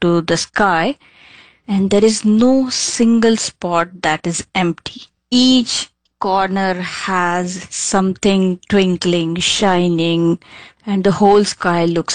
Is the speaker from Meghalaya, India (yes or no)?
no; Mumbai, Maharashtra, India; being a city girl, I'm born and brought up in Mumbai.